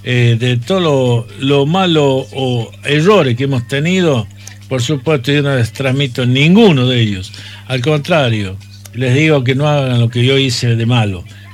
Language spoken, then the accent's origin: Spanish; Chilecito, La Rioja, Argentina; yo hablo de Chilecito, que yo pasé por las aulas de la escuela normal, de tanto la primaria como la secundaria, o sea que tengo la formación en Chilecito